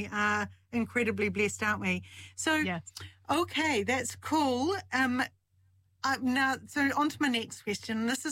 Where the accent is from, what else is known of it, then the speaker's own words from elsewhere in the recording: Ahuriri, Hawke's Bay, New Zealand; born there; I was born in Ahuriri